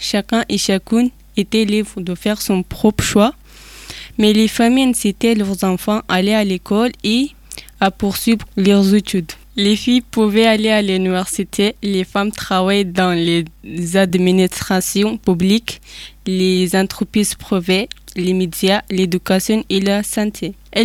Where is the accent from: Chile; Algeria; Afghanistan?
Afghanistan; French is a second language; now in France; je suis née et j'ai grandi en Afghanistan, dans un village où je vivais avec ma famille.